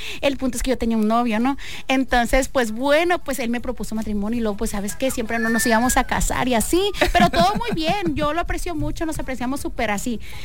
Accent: Culiacán, Sinaloa, Mexico; pues yo soy de Culiacán, Sinaloa

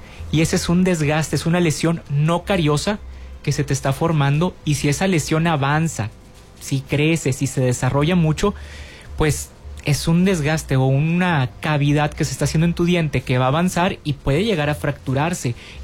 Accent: Allende, Coahuila, Mexico; now in Piedras Negras, Mexico; Y sí, soy de aquí de Allende, ya radico aquí en Piedras Negras. Yo ya me considero nigropetense desde que llegué. Tengo ya casi 10 años aquí en Piedras Negras

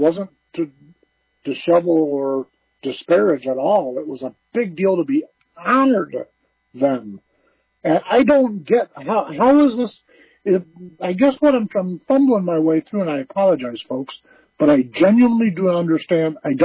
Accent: Pontiac, Michigan, United States; In my era, 60s, 70s, growing up, I came up from the Pontiac, Michigan area

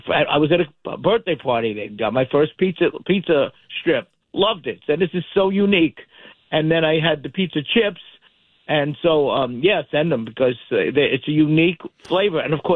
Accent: New York, United States; now in Seekonk, United States; I'm from New York, and born and raised, all my education was there. I came down here for work

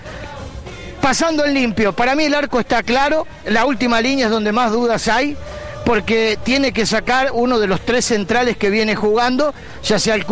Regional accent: Ceres, Santa Fe, Argentina; born there; Nací en Ceres

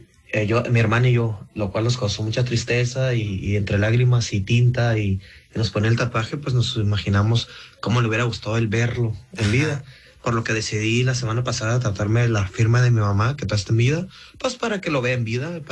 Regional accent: Tijuana, Baja California, Mexico; de Tijuana, Tijuana, San Diego.

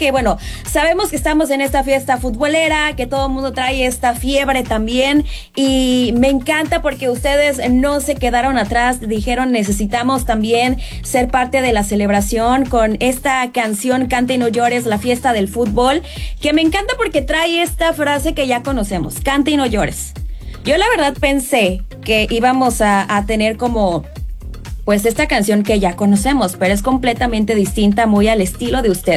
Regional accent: Mexico; De lo que somos nosotros los mexicanos

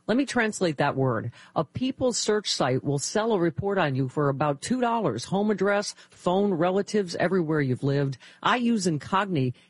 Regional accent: Ontario, Canada; I grew up on Lake Ontario.

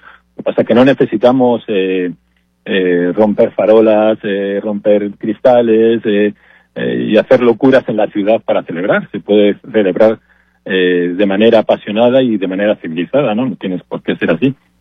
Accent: Spain; moved away

